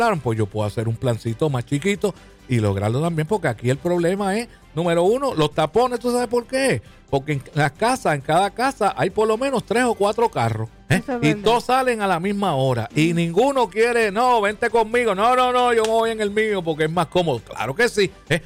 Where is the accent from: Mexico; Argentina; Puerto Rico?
Puerto Rico; Río Grande; also born or lived in Fajardo, Puerto Rico; now in Luquillo, Puerto Rico; en Luquillo, mi pueblo... mi pueblo donde yo vivo, pues yo soy de Río Grande, nací en Fajardo y he vivido en diferentes sitios del área este de Puerto Rico.